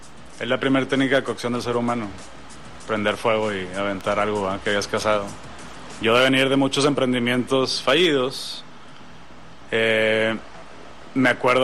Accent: Monterrey, Nuevo León, Mexico; soy de Monterrey, Nuevo León, tengo 40 años. Como buen regio, pues la carne asada todos los fines, ¿verdad? Mis papás de aquí, mis abuelos.

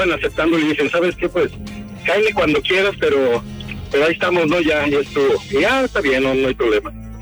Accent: Coyoacán, Mexico City, Mexico; now in León, Mexico; Sí, soy de Coyoacán, ahí me crié, todos los madres.

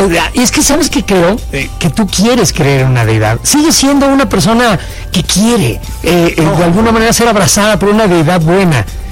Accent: Mexico City, Mexico; Coyoacán, el sur de la ciudad, el Pedregal, de donde soy, tiene un olor característico, sobre todo cuando llueve.

